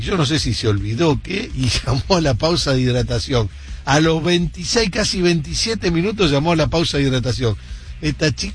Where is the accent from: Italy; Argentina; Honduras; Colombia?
Argentina